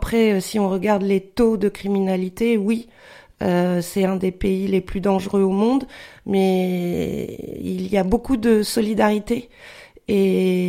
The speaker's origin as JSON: {"language": "French", "town": "Caen", "region": "Normandy", "country": "France", "tie": "born there", "said": "Mon papa est ch'ti, ma maman est de Tokyo, et je suis née à Caen, donc je suis une ch'tit normande japonaise."}